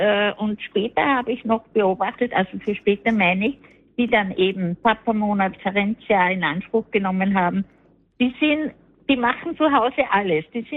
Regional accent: Salzburg, Austria; born there; now in Mödling, Austria; ich bin stolze, gebürtige Salzburgerin.

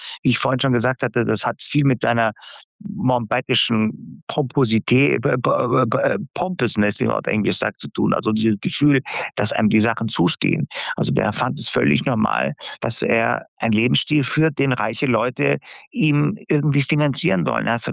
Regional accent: Germany; weil ich Deutscher bin.

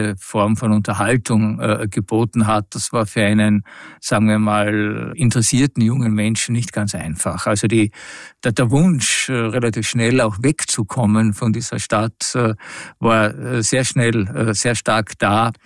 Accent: Villach, Carinthia, Austria; moved away as an adult; Und wie ich dann nach der Matura sofort weg bin aus Villach, ist mir viel abgegangen. Natürlich das Elternhaus, natürlich, Sie haben schon angedeutet, die Landschaft, die Seen

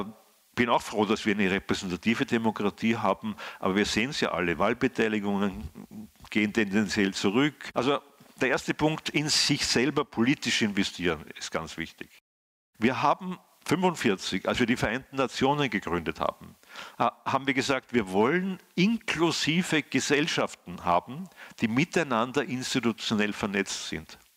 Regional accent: Austria; Und ich bin als Österreicher irgendwo, der Herr Landeshauptmann muss weghören, irgendwo in der Mitte dazwischen gesessen

